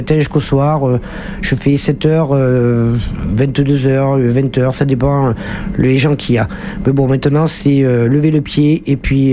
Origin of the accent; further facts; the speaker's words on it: Ribérac, Nouvelle-Aquitaine, France; also born or lived in Tocane-Saint-Apre; now in Périgueux, France; Non, je suis originaire de Ribérac et puis j'avais envie de voir autre chose. J'ai fait 10 ans à Ribérac, 10 ans à Tocane et 18 ans à Périgueux.